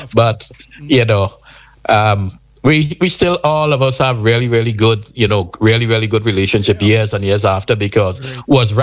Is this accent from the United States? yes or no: no; Grenada; moved away; growing up in River Road and in River Road area, I know what poverty is.